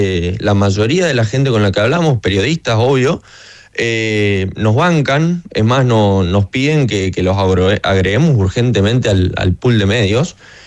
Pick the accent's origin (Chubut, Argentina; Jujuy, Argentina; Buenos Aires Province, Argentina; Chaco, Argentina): Chaco, Argentina; Yo soy de Chaco.